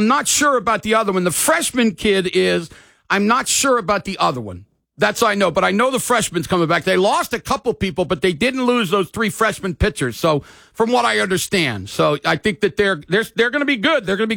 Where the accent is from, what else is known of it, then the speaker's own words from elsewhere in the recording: East Coast, United States; moved away; I come from the East Coast.